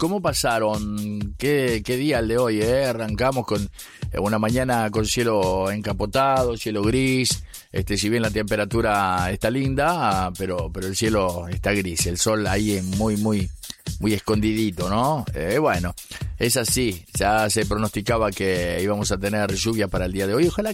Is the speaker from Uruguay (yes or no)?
yes; Uruguay; nosotros los uruguayos, de verdad, siempre estamos ahí, perfil bajo, tranquilo, siempre luchando, ahí vamos, sufriendo.